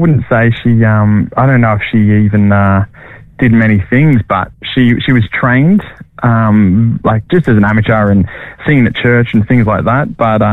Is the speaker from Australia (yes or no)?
yes; Cronulla, New South Wales, Australia; Yeah, well, I grew up in Cronulla. I lived there for majority of my life. I only moved up north 3.5 years ago.